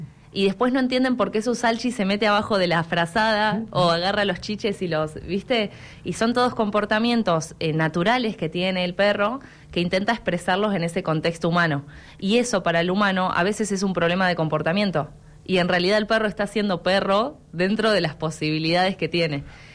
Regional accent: Trelew, Chubut, Argentina; Yo soy nacida y criada acá en Trelew

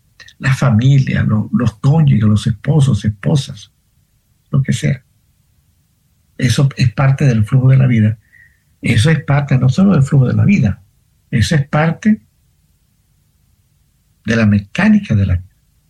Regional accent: Colombia; born there; En Viena estaba caído, en Colombia, que estaba caído cuando nací en Colombia.

